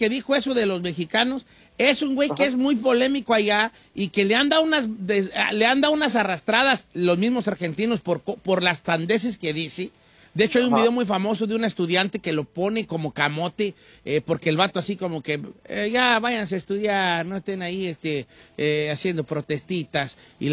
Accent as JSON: {"language": "Spanish", "country": "Mexico", "said": "Pero somos mexicanos, nosotros, ¿vale?"}